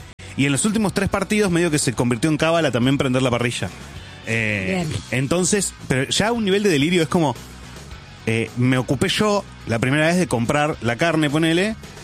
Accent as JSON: {"language": "Spanish", "country": "Argentina", "said": "porque yo soy argentino."}